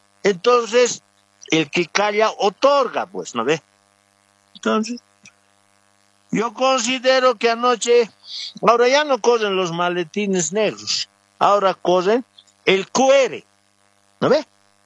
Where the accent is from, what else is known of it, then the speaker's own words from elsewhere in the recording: Bolivia; born there; Aquí yo he nacido, ¿no? Bueno. Y mis padres también, y mis abuelos también, y mis tatarabuelos también.